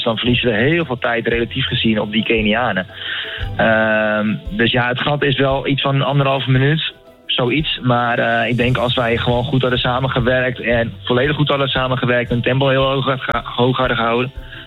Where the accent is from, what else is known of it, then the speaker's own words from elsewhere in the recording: Netherlands; wij als Nederlanders